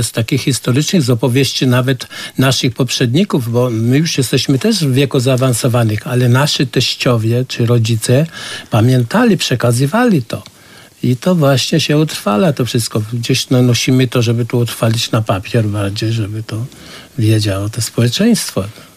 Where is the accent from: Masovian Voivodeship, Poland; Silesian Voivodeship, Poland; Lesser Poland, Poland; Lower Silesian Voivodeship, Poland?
Masovian Voivodeship, Poland; Bieżany; Moja wieś, dokładnie, tak.